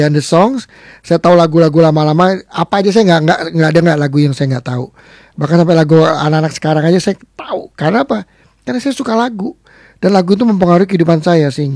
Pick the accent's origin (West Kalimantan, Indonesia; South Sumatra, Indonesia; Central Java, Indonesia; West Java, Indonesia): South Sumatra, Indonesia; Palembang; waktu saya masih kecil, saya lahir gede di Palembang, saya gede di Pelaju.